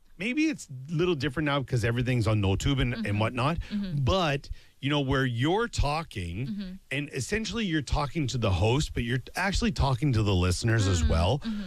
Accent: Canada; I think as a Canadian, it's like the apology is automatic.

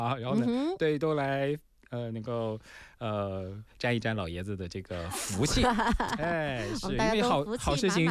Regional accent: Shandong, China; 像我的老家的话，我家一定会有馒头，就是胶东半岛会有那个馒头

